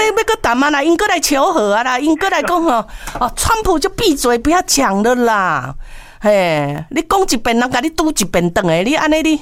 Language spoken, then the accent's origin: Chinese; Taiwan; 我们中国，我们是台湾的，